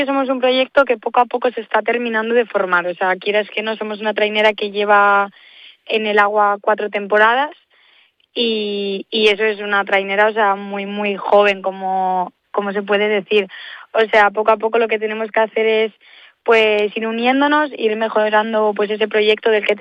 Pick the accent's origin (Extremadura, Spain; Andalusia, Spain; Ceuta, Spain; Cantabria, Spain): Cantabria, Spain; Astillero; yo soy de Astillero. Yo empecé con 9 años remando en Astillero, Y sí que es verdad que estuve un par de años remando fuera en otros clubes de Cantabria